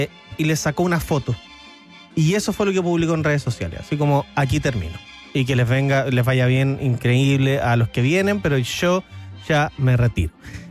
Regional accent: Chile; para nosotros, como chilenos, es súper difícil de entender

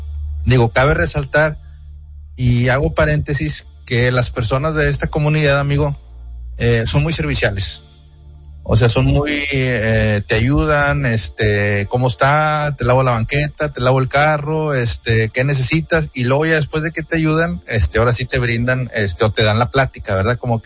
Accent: Monterrey, Nuevo León, Mexico; Yo soy de Monterrey

